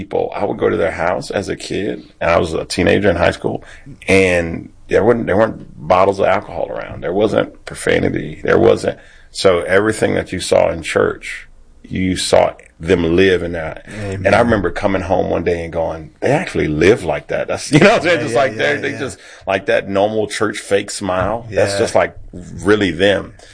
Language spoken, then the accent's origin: English; Baton Rouge, Louisiana, United States; I'm from Baton Rouge, Louisiana.